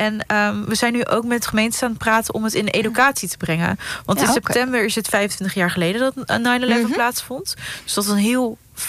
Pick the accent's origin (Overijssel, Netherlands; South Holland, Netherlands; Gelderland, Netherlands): Gelderland, Netherlands; Apeldoorn; Voornamelijk omdat ik zelf uit Apeldoorn kom.